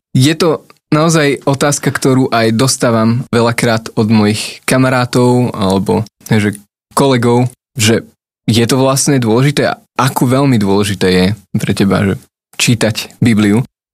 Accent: Žilina, Žilina Region, Slovakia; moved away as an adult; also born or lived in Levice; now in Trnava, Slovakia; Spomínal som, že som zo Žiliny, tam som aj uveril v 18. Potom po svadbe s Tinkou sme žili v Leviciach 4,5 roka a teraz momentálne od roku 21 bývame v Trnave

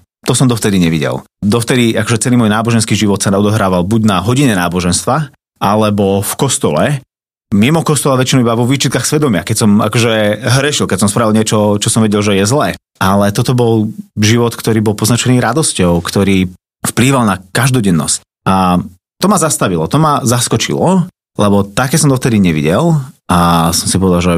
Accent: Trnava, Trnava Region, Slovakia; Tak ja som z Trnavy a tam pochádzam asi také úplne, že klasickej trnavskej rodiny, katolíci od malička.

